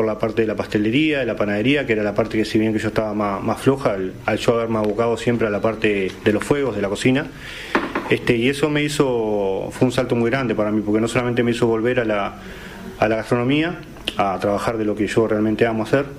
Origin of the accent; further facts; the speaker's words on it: Uruguay; born there; also born or lived in Montevideo; cuando nos vinimos de Montevideo, salía hacer empanadas, que las que había visto hacer mi padre las había aprendido, y hacía empanadas y salía a vender a la gente del barrio en Santa Catalina.